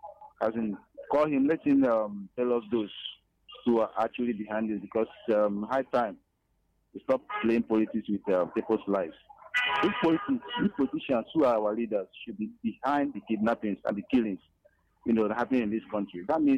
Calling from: Enugu, Enugu State, Nigeria; I'm calling from Enugu.

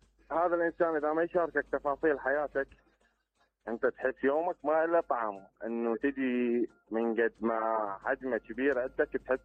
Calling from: Al Anbar, Iraq; من الانبار.

